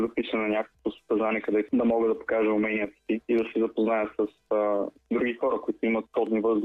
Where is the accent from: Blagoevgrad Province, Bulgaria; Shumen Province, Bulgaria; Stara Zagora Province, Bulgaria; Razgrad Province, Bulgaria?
Blagoevgrad Province, Bulgaria; Kochan; Значи аз съм на 22 години от Селокочен, община Стовче, до Съделчество.